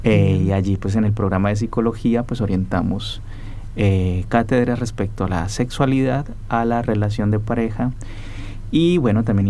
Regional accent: Cali, Valle del Cauca, Colombia; now in Popayán, Colombia; soy de la ciudad de Cali, pero vengo de la ciudad de Popayán, que uh-huh. es a 2 horas de Cali más o menos. Soy profesor de la Universidad Cooperativa de Colombia, Campus Popayán.

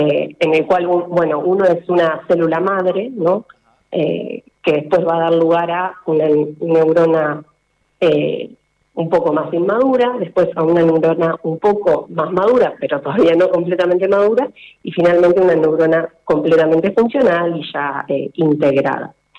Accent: Salto Grande, Argentina; now in Buenos Aires, Argentina; estoy realizando mi doctorado en el Instituto Leloir, acá en Buenos Aires. Soy de Salto Grande, pero bueno, estoy acá entonces haciendo el doctorado.

